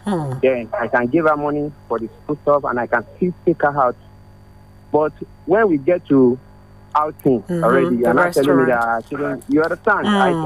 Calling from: Nigeria; I'm calling from Olonsogbo.

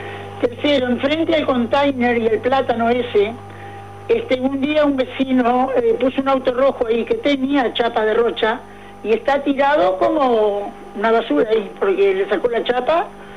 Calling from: Uruguay; Del barrio San Francisco.

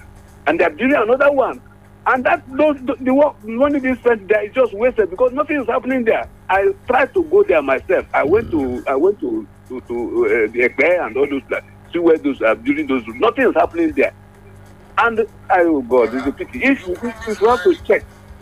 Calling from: Nigeria

